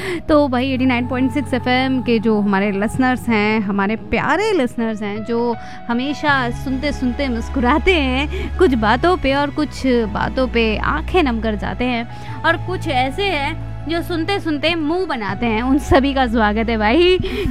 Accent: India; हमारे यहाँ यूपी बिहार में

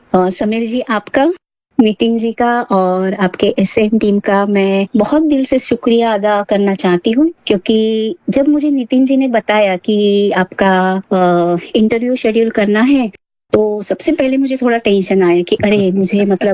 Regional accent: Ahmednagar, Maharashtra, India; तो वैसे मेरा जन्म जो है वो अहमदनगर, यानी अभी का जो अहिल्या नगर है, नाम चेंज हो गया है उसका, तो मैं अहमदनगर से हूँ।

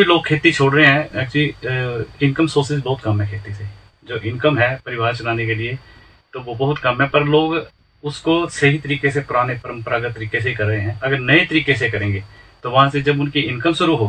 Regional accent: Narwana, Himachal Pradesh, India; और मैं ग्राम पंचायत खास नरवाना से हूँ

